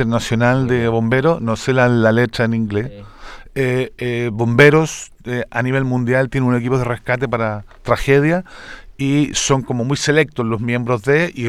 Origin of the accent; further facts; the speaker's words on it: Chile; somos hechos los chilenos.